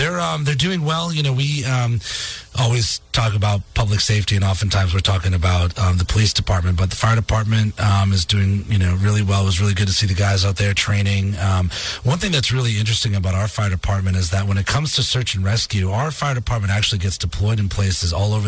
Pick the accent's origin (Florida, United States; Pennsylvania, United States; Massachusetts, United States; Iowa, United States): Massachusetts, United States; born or raised there